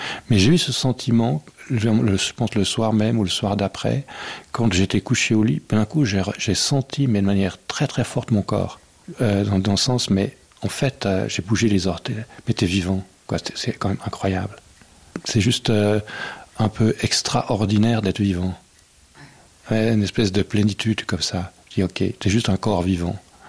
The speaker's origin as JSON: {"language": "French", "country": "Switzerland", "said": "On est des Suisses, là, privilégiés dans un monde de Disneyland."}